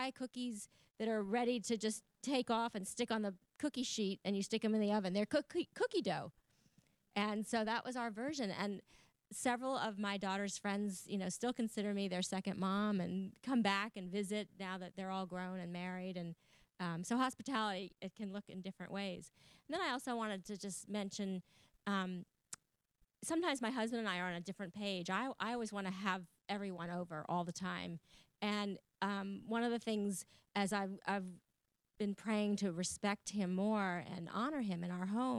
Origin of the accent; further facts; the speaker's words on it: New York City, New York, United States; but I grew up in New York City and we had a tiny kitchen.